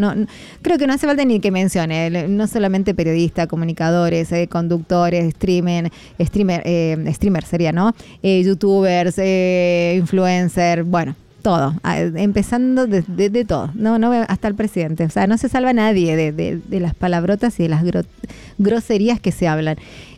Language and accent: Spanish; Argentina; Es triste, lo tengo que, soy argentina, pero tengo que decir que los argentinos somos muy mal hablados.